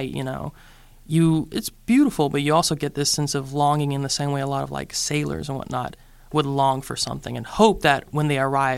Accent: South Carolina, United States; also born or lived in New York; I was raised in South Carolina, yes, but I lived back and forth in New York for a few years.

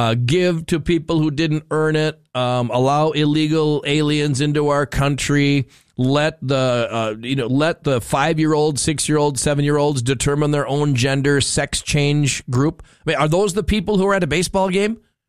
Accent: United States; being an American and a baseball watcher from birth

